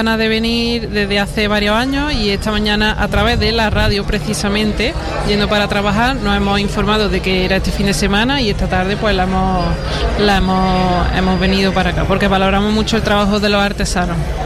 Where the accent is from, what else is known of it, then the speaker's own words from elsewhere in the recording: Córdoba, Andalusia, Spain; nosotras somos de Córdoba capital